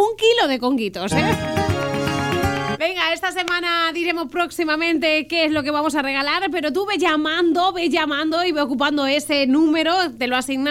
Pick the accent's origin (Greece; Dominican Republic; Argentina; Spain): Spain; Andalusia; moved away; Soy emigrante andaluz.